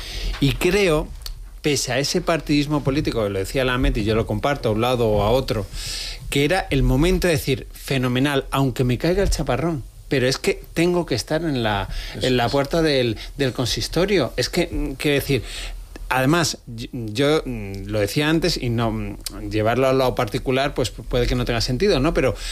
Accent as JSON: {"language": "Spanish", "town": "Málaga", "region": "Andalusia", "country": "Spain", "said": "Que decir, Málaga, yo soy malagueño, ¿no?"}